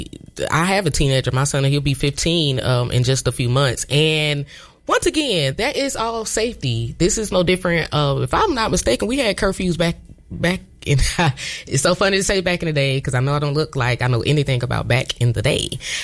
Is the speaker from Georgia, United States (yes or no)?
yes; Augusta, Georgia, United States; now in Grovetown, United States; I grew up in South Augusta. So it's offensive because they're using it in an offensive term. But I also live in Grovetown now.